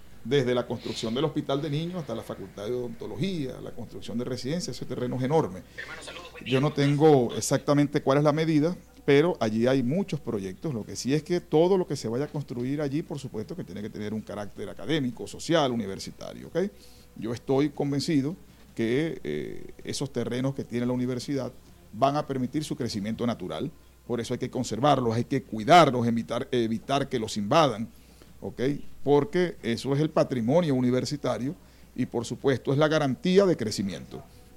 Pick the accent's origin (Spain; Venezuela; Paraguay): Venezuela; esa es la esperanza que tenemos como venezolanos